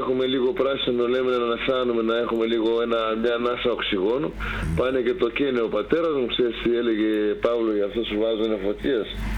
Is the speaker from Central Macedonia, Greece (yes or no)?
yes; Filyro, Central Macedonia, Greece; Φίλιρο Θεσσαλονίκης. Βόρεια Ελλάδα.